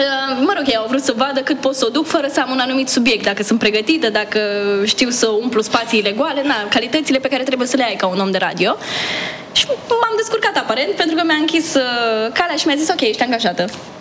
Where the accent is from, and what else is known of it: Iași, Iași County, Romania